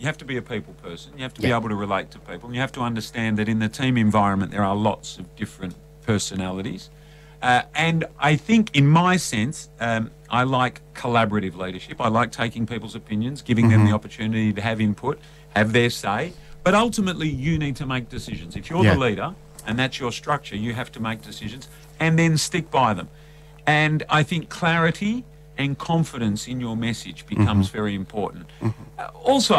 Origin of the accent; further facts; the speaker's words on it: Perth, Western Australia, Australia; I caught them as a young man growing up in Florian, and they still go past where I live.